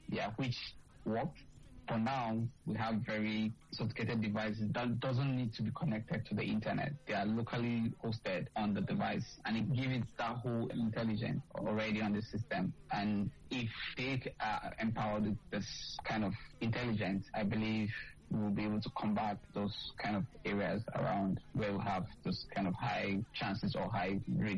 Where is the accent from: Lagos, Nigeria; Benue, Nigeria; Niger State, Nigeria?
Benue, Nigeria; I'm from Benue. Benue share border with some like Cameroon.